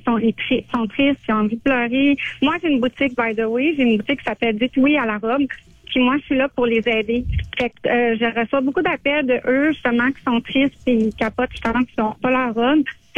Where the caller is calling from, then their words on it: La Prairie, Quebec, Canada; Je suis à La Prairie, sur la rive sud de Montréal